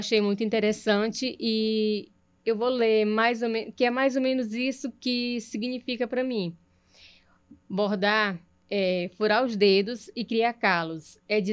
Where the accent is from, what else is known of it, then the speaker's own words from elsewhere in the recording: Redenção, Brazil; Eu sou de Redenção